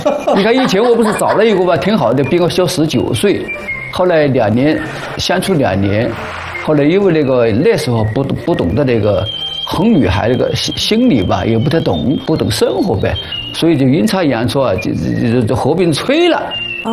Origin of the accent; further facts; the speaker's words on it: Hengyang, Hunan, China; 我老家原籍啊是湖南衡阳的。